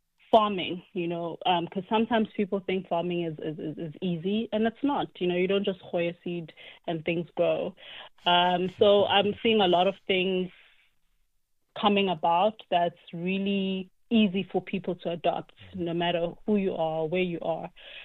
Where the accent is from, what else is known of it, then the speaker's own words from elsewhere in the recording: Witbank, Mpumalanga, South Africa; moved away; I'm from Witbank originally. I was born and bred there.